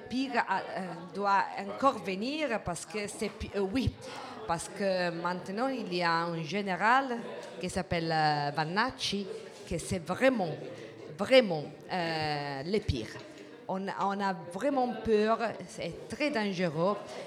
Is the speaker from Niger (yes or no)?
no; Italy; French is a second language; Alors, je ne parle pas trop bien le français. Excusez-moi, je suis italienne.